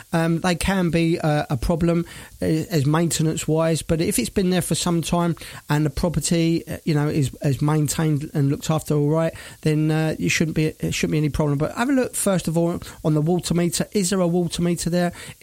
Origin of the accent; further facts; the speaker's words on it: Brighton, South East England, United Kingdom; And she's a singer, songwriter, and a vocal coach in my hometown of Brighton.